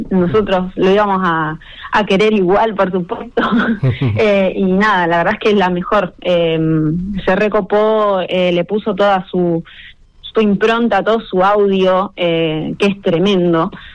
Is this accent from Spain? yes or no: no; Rosario, Santa Fe, Argentina; con Pablo somos acá compatriotas rosarinos.